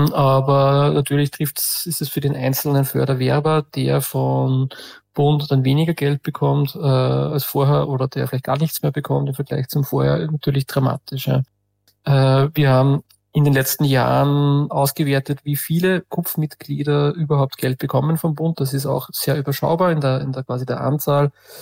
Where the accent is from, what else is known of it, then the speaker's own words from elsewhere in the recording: Upper Austria, Austria; Wo ich halt sagen muss als Oberösterreicher